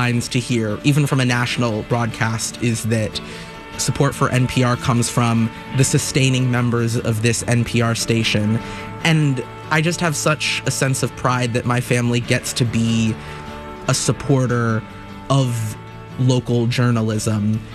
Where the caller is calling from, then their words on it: Winston-Salem, North Carolina, United States; from Winston-Salem.